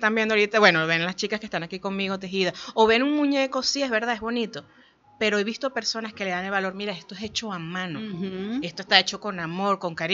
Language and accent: Spanish; Venezuela; moved away as an adult; also born or lived in Colombia; Yo estuve un año fuera de Colombia. y allá buscando qué hacer, como todos venezolanos que estamos afuera.